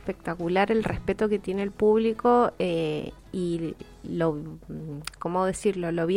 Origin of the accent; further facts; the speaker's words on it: Mendoza, Argentina; Mira que nosotros, como mendocino, me considero también parte del público difícil.